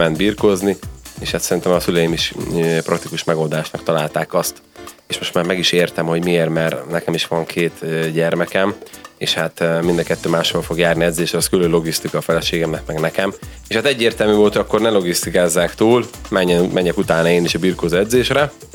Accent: Ceglédbercel, Pest, Hungary; mi azért lokálpatrióták vagyunk, Cegléd, Cegléd Bercerről, származunk, és hát én láttam azt, hogy honnan, hová lehet eljutni, hogy egy vidéki srác is igenis fel tudja magát küzdeni Európa tetejére

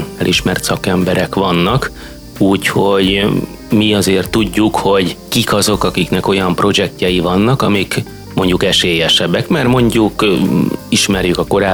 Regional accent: Cegléd, Pest, Hungary; Cegléden kívül, ami szülővárosom, és itt lakom

